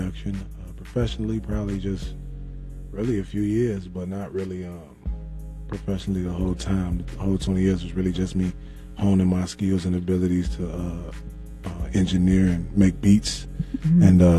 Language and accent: English; Chicago, Illinois, United States; I would say it was my mama's Lincoln.